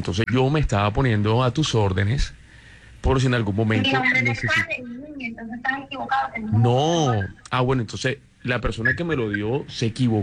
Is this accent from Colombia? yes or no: yes; Barranquilla, Atlántico, Colombia; soy de aquí de Barranquilla.